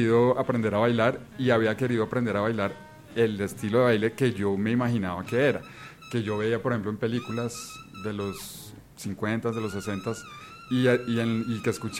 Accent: Bogotá, Colombia; yo soy bogotano, sí.

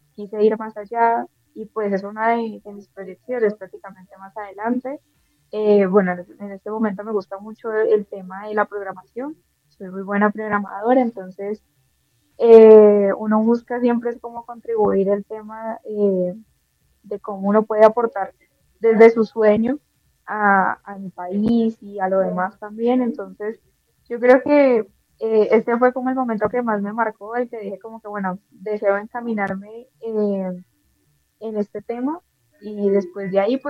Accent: Valle del Cauca, Colombia

